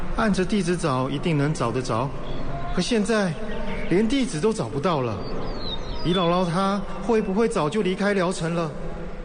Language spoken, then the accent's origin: Chinese; Taiwan; 大妈，您不觉得我是台湾来的外人吗？